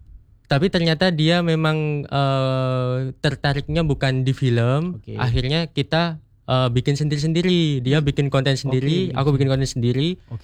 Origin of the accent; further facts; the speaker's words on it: Sidoarjo, East Java, Indonesia; also born or lived in Jakarta; now in Surabaya, Indonesia; Memang saya aslinya orang Sidoarjo. Cuman waktu datang ke Surabaya karena dari film